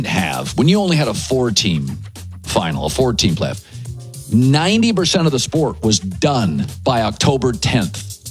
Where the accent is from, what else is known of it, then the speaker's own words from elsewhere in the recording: West Coast, United States; I grew up in the West Coast. So I grew up as a Pac-12 fan.